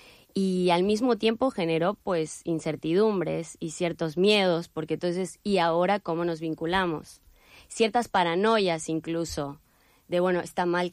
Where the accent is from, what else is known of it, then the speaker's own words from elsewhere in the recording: Mexico; moved away; soy de México.